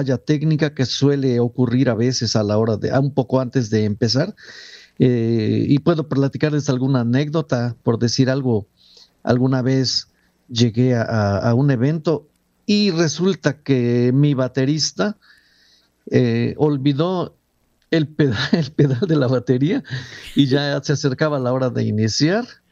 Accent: Huatusco, Veracruz, Mexico; born there; now in Xalapa, Mexico; yo nací en Huatusco, Veracruz. Saludo a todos mis paisanos de Huatusco

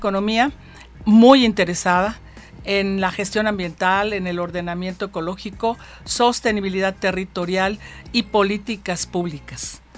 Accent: Acapulco, Guerrero, Mexico; el puerto de mis amores y mi tierra natal

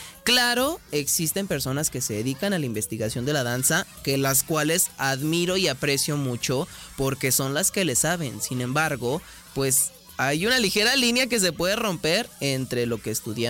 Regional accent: Aguascalientes, Mexico; born there; la traemos tatuada desde que decimos somos hidrocálidos. Así es. Nacimos en Aguascalientes.

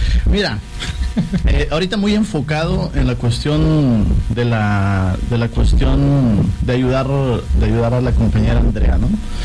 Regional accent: Guerrero, Mexico; Oye, no, yo soy de Guerrero, del municipio de Guerrero.

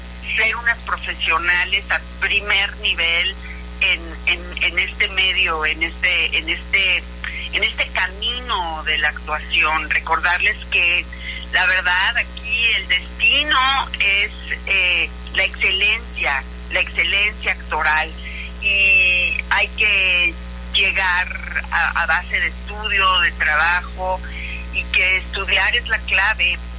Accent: Acapulco, Guerrero, Mexico; Yo crecí en Acapulco. Para mí Guerrero es mi tierra.

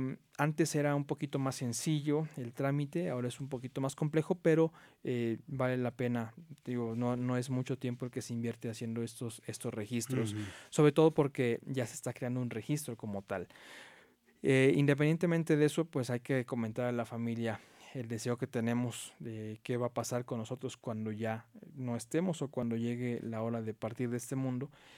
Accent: Mexico; como mexicanos nos gusta celebrar la muerte.

